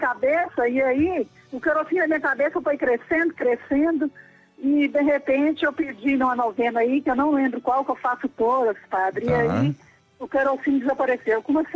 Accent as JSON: {"language": "Portuguese", "region": "Goiás", "country": "Brazil", "said": "E eu fui, falei assim, sou de Goiás"}